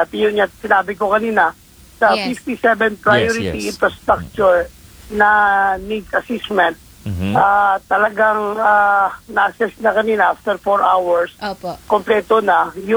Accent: Soccsksargen, Philippines; doon kasi sa amin sa South Cotabato

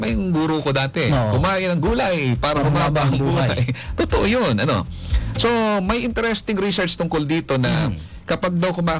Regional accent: Bicol Region, Philippines; sa amin sa Bicol

